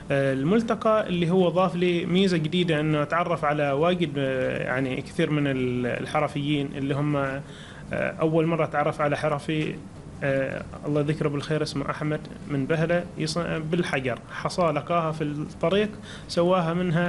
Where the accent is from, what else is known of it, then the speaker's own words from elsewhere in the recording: Oman; احنا كعمانيين